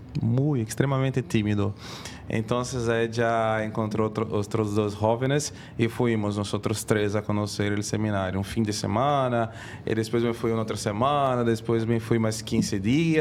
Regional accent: Rio Branco, Acre, Brazil; Spanish is a second language; moved away; soy de Brasil, uh-huh. De la ciudad de Río Branco, el estado de Acre, que es dentro de la selva amazónica.

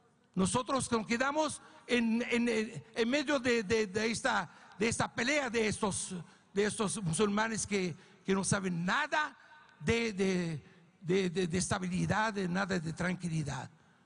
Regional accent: Syria; Somos los fundadores de Siria. Somos los cristianos los primeros que fundaron este país. Nosotros los cristianos somos los originales de esta tierra

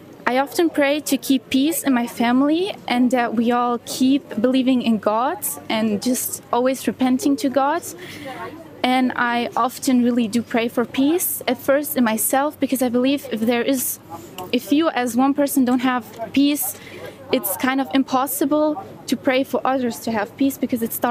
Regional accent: Medjugorje, Federation of Bosnia and Herzegovina, Bosnia & Herzegovina; now in Germany; I'm actually from here, from Medjugorje.

